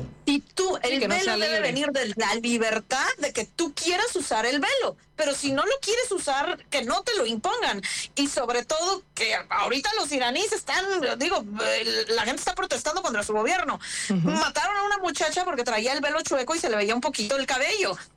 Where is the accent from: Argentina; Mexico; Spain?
Mexico; Mexico City; Yo que crecí en Ciudad de México